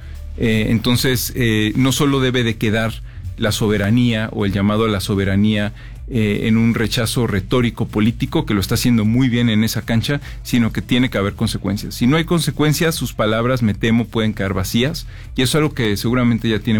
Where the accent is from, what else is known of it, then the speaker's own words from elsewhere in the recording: Mexico; como mexicanos aquí estamos, aquí vamos a vivir